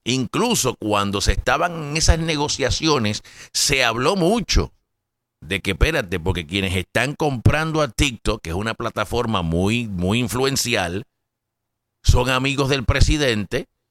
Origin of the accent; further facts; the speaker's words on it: Caguas, Puerto Rico; como dicen allá en mi pueblo, en Caguas, en el barrio Turabo Garden